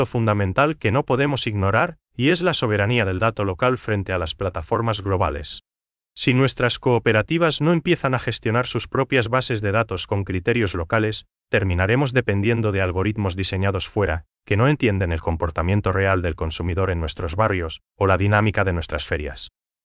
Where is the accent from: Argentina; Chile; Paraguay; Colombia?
Paraguay; la esencia de lo que somos paraguayos